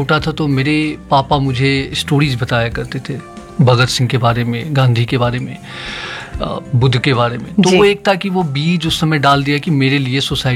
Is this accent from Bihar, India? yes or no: yes; Bihar, India; now in Delhi, India; मैं बिहार से बिलोंग करता हूँ। मैं जब दिल्ली आया